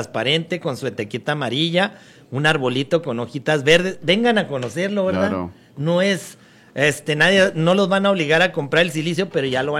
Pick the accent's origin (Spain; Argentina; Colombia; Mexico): Mexico; Chihuahua; soy de Chihuahua.